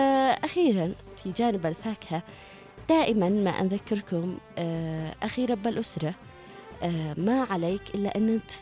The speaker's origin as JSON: {"language": "Arabic", "country": "Yemen"}